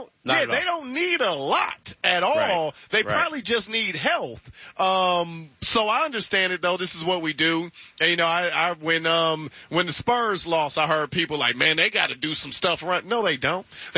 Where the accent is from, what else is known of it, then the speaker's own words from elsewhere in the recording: Cleveland, Ohio, United States; Look, I'm from Cleveland, right?